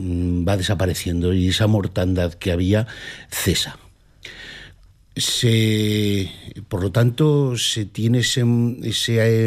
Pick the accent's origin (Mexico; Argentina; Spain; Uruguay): Spain; Tardienta, Aragon; Yo soy de Tardienta.